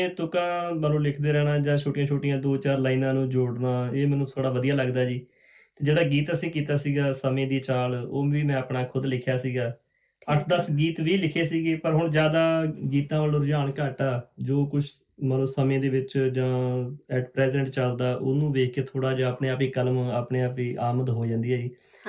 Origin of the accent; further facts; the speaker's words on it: Kiampur, Punjab, India; moved away as an adult; also born or lived in Ajnala / Amritsar; now in Adelaide, Australia; ਉਸ ਤੋਂ ਬਾਅਦ ਸਾਡੇ ਪਿੰਡ ਸਕੂਲ ਸੀਗਾ ਕਿਆਂਪੁਰ ਸੀਨੀਅਰ ਸੈਕੰਡਰੀ ਸਕੂਲ ਅਜਨਾਲੇ ਦੇ ਵਿੱਚ ਜੀ, ਫਿਰ ਬੁਆਏ ਸਕੂਲ ਅਜਨਾਲਾ ਜੀ, ਉਸ ਤੋਂ ਬਾਅਦ ਖਾਲਸਾ ਕਾਲਜ ਅੰਮ੍ਰਿਤਸਰ, ਫਿਰ ਇੱਥੇ ਆ ਗਏ ਜਿਵੇਂ ਐਡੀਲੇਡ ਆਸਟ੍ਰੇਲੀਆ ਜੀ।